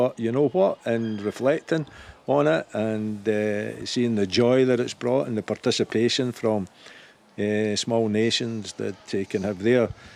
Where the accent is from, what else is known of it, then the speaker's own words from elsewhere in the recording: Scotland, United Kingdom; And it's a hope that always kills us as Scottish fans.